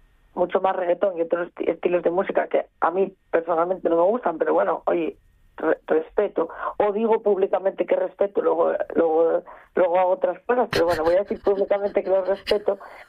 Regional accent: Boal, Asturias, Spain; todos los que crecimos en el Xuba, que era un bar muy pequeño, con olor a humedad y que tenía las baldosas blancas y negras, y donde el 90% de los boaleses dimos el primer morreo

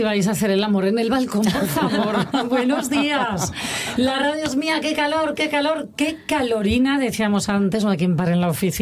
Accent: Asturias, Spain; yo soy asturiana para llevar bien la lluvia

